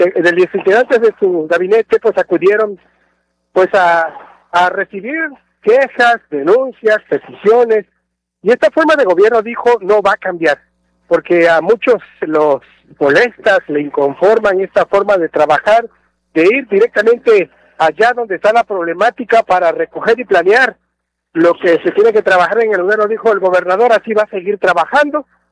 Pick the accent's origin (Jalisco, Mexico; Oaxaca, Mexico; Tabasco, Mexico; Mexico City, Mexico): Tabasco, Mexico; porque somos de Tabasco, aunque algunos dicen lo contrario